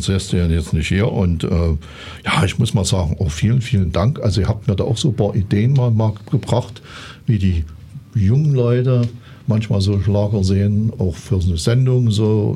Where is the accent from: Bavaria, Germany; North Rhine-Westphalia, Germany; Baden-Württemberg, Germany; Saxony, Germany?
Saxony, Germany; Also ich bin ja Sachse, also ich weiß es jetzt nicht so aus der sächsischen Schullandschaft